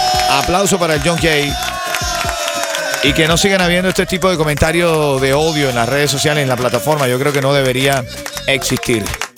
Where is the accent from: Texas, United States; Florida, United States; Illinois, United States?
Florida, United States; Hialeah; Yo soy de Hialeah, ¿no?